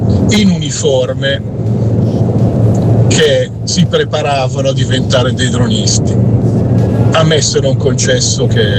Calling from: Milan, Lombardy, Italy; da Milano.

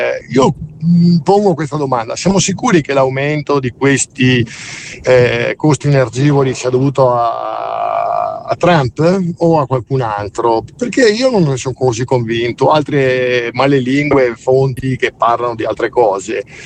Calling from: Padua, Veneto, Italy; da Padova.

